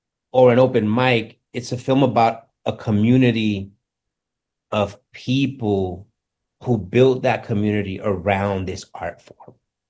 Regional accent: New York City, New York, United States; I mean, I grew up in the Bronx in the 70s, 80s, and 90s, right?

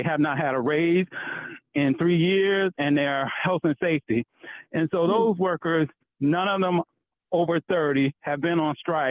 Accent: Erie, Pennsylvania, United States; moved away; I grew up in Erie, Pennsylvania. My dad was a teamster working out at the Welch's plant in Northeast Pennsylvania.

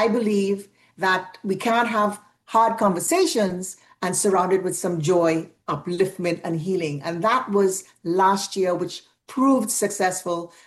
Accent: Trinidad & Tobago; now in New York, United States; And I'm Trinidadian. I live in New York, yes. I've been here for many years, yes, but I'm Trinidadian.

